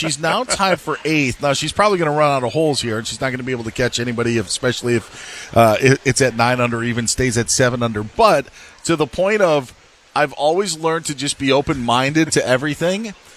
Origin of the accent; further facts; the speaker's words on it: Wisconsin, United States; now in Los Angeles, United States; my home state of Wisconsin